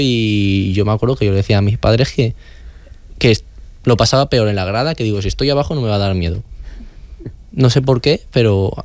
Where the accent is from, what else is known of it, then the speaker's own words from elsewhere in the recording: Mislata, Valencian Community, Spain; Yo soy de Mislata y la verdad que ahí en Mislata es cierto que tampoco el Bou al Carrer es algo tan...